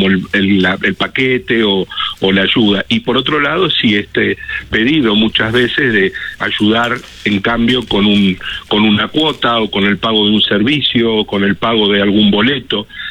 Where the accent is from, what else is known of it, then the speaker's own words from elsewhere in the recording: Argentina; Sí, como argentino, como cristiano, también como parte de una humanidad